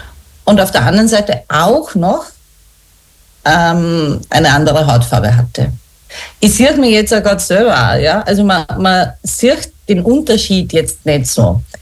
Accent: Vienna, Austria; now in St. Pölten, Austria; geboren bin ich 1980. Also das war natürlich noch eine andere Zeit. Und aufgewachsen bin ich, wie gesagt, in Wien.

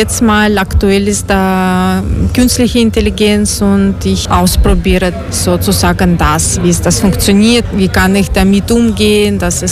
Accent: Russia; German is a second language; moved away; Ursprünglich komme ich aus Russland.

